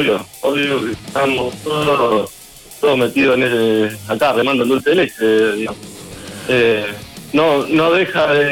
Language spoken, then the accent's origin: Spanish; Arroyo Seco, Santa Fe, Argentina; Somos todos de Arroyo, sí.